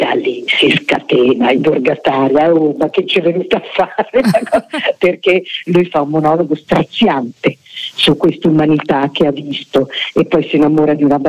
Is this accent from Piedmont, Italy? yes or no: no; Milan, Lombardy, Italy; per me che sono di Milano